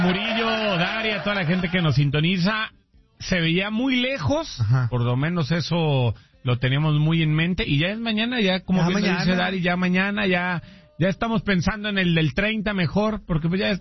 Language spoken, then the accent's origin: Spanish; Mexico; soy muy mexicano